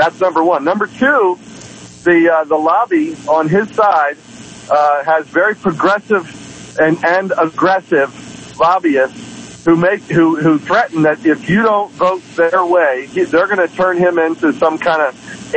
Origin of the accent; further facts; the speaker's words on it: Maryland, United States; I'm a Marylander first and last, and I'm American first and last